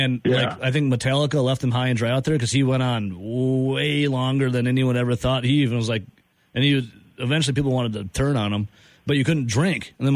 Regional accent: Dodgeville, Wisconsin, United States; That's my stomping grounds. That's my hometown.

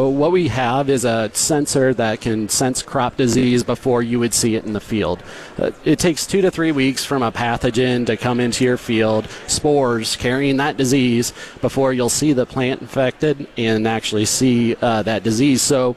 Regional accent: Des Moines, Iowa, United States; I'm from Des Moines, Iowa. So what am I doing in North Dakota, right?

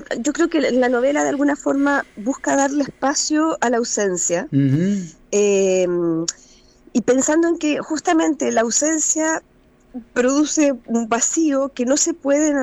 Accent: Chile; Yo y mi hermana somos las únicas chilenas.

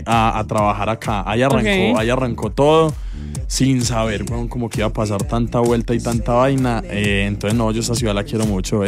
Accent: Sonsón, Antioquia, Colombia; moved away; soy de Sonsón, no, me quiero morir en Sonsón y que me entierren.

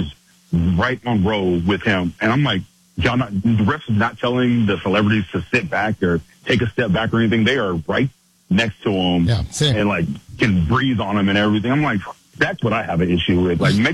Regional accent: Oklahoma City, Oklahoma, United States; I told him I was from Oklahoma City

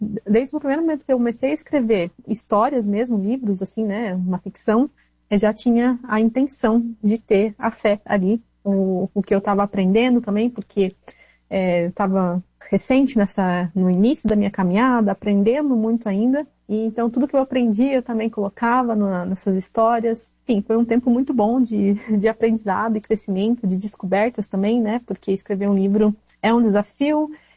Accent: South Region, Brazil; Foi um período de transição que eu tava de mudança, eu sou do Sul. Aí nesse tempo eu mudei para o Norte

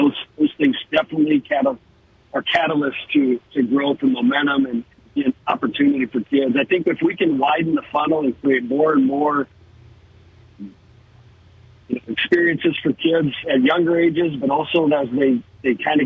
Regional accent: Custer, South Dakota, United States; as a West River guy growing up in Custer

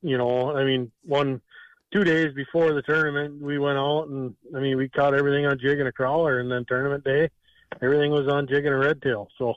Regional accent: Sauk Centre, Minnesota, United States; now in Alexandria, United States; Born and raised in Sauk Center. Brother and I both are from Sauk Center there.

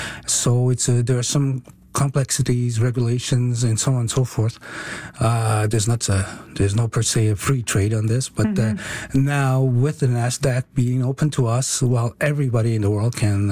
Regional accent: Newfoundland and Labrador, Canada; born there; I was born off the land in Labrador, and I'm very proud of it, and I still call myself a Labradorian, a proud Labradorian.

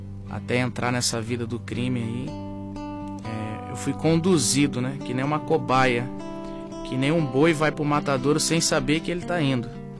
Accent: São Paulo, Brazil; moved away; eu sou do interior de São Paulo, né? E eu cresci ali até um período de tempo

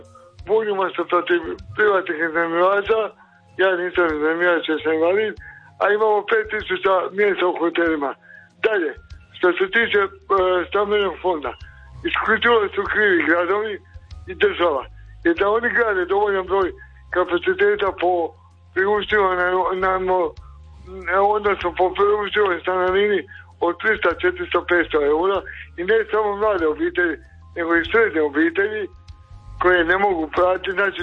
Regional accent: Croatia; mi smo Hrvati kontradiktorni.

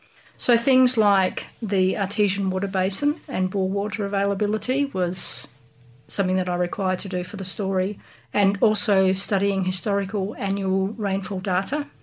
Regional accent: Somerton Park, South Australia, Australia; I grew up in Somerton Park, went to Paringa Park Primary School, then Brighton High School.

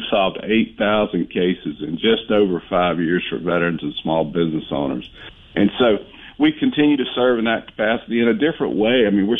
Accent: Fort Rucker, Alabama, United States; most of the people that I grew up with around Fort Rucker, their dads were Vietnam pilots.

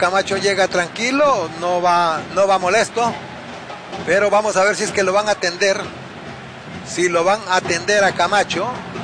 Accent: Jacaleapa, El Paraíso, Honduras; allá en mi pueblo, Jacaleapa

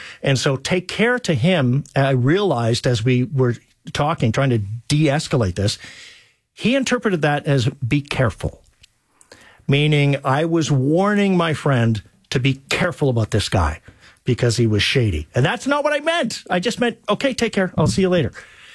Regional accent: Canada

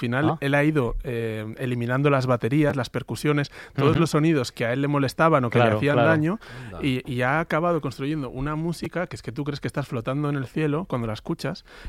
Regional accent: Barcelona, Catalonia, Spain; A ver, yo soy de Barcelona, entonces no me ha costado tanto

